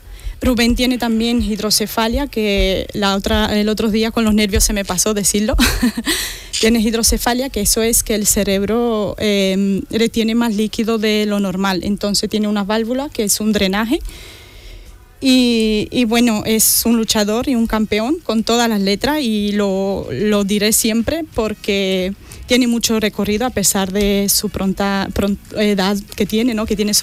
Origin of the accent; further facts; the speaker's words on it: Romania; moved away as an adult; now in Spain; Yo soy de Rumanía.